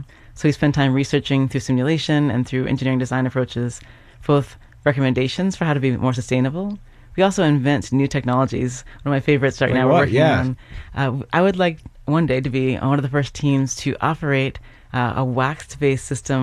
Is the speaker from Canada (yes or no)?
no; United States; I'm an American. I live in America.